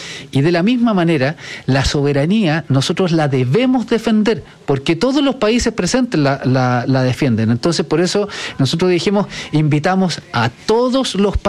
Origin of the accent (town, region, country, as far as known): Chile